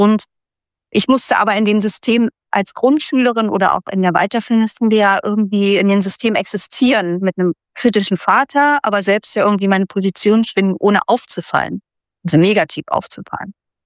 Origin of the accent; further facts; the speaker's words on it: Berlin, Germany; Ich bin in Berlin groß geworden, ja, mittendrin.